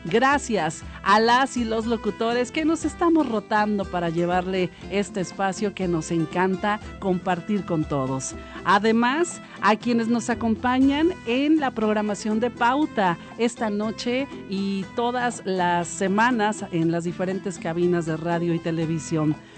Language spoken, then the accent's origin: Spanish; Mexico; como mexicanos, de sucesos sumamente importantes